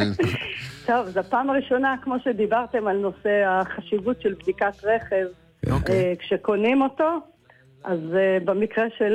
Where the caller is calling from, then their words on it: Shlomi, Northern District, Israel; אני גרה בעוטף הצפון.